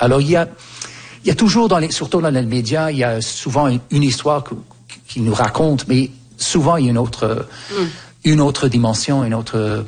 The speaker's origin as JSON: {"language": "French", "country": "Canada", "tie": "born or raised there", "said": "moi j'ai grandi au Canada et quand j'avais 4, 5, 6 ans, il y avait un bus, il y avait un agenda à l'école"}